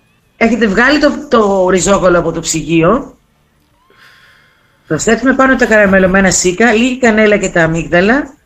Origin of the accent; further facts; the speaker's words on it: Greece; γιορτάζουμε σαν Έλληνες τη μνήμη της Παναγίας.